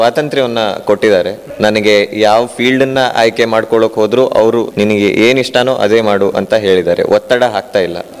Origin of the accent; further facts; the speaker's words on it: Yellapur, Karnataka, India; born there; also born or lived in Bengaluru / Manchikeri; ನಾನು ಯಲ್ಲಾಪುರದಲ್ಲೇ ಹುಟ್ಟಿ ಬೆಳೆದವನು, ಅಂದರೆ ಬೆಂಗಳೂರಲ್ಲಿದ್ದೆ.